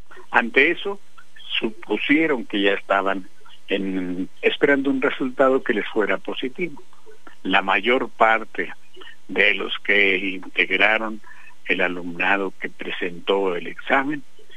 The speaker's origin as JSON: {"language": "Spanish", "country": "Mexico", "said": "a nosotros como mexicanos"}